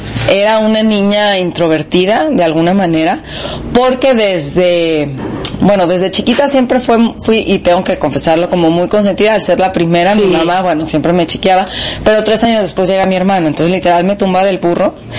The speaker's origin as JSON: {"language": "Spanish", "town": "Guadalajara", "region": "Jalisco", "country": "Mexico", "also_born_or_lived": "Colima", "said": "yo soy de Guadalajara, orgullosamente la guadalajareña"}